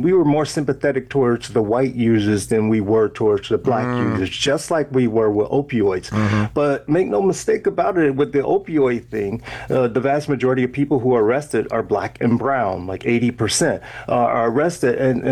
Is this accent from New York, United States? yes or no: no; Miami, Florida, United States; I grew up in Miami